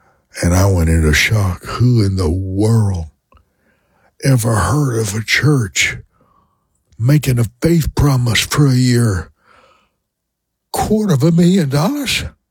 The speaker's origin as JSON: {"language": "English", "town": "Lake Charles", "region": "Louisiana", "country": "United States", "tie": "born or raised there", "said": "I drive back home to my hometown where I was born, Lake Charles, Louisiana."}